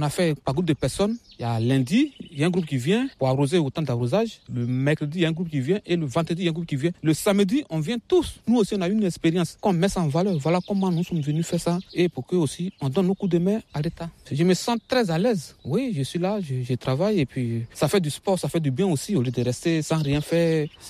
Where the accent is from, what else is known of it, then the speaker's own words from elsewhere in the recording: Côte d’Ivoire; je viens de la Côte d'Ivoire.